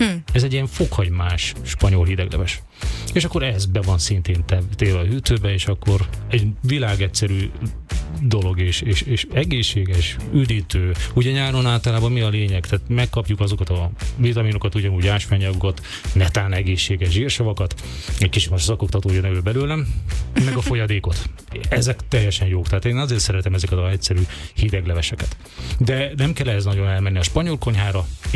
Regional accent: Szabolcs-Szatmár-Bereg, Hungary; szabolcsi származású vagyok, tehát Szabolcsországban

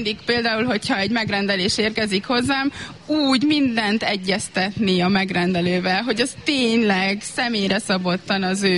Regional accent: Jászboldogháza, Jász-Nagykun-Szolnok, Hungary; a gyerekeim is itt nőnek föl, mint ahogy én is itt nőttem föl

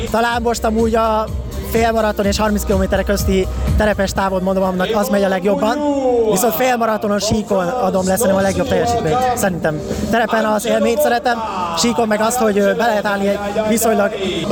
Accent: Hungary; Szóval örülök, hogy legalább magyarként sikerült behozni ezt a Budapest.

